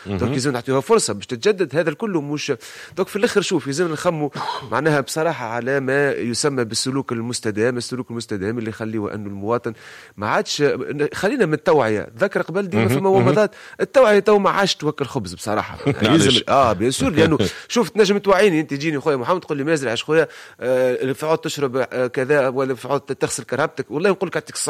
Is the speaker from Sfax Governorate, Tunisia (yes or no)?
yes; Sfax, Sfax Governorate, Tunisia; عندنا في صفاقس